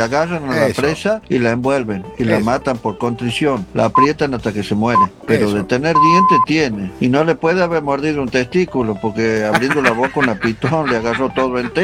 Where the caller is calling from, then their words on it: Tucumán, Argentina; de Tucumán.